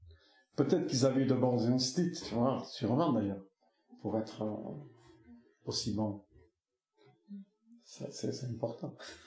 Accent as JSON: {"language": "French", "region": "Nouvelle-Aquitaine", "country": "France", "said": "Alors, je suis sensible beaucoup chez moi, dans le Pays Basque, dans les Pyrénées, au cycle de l'eau."}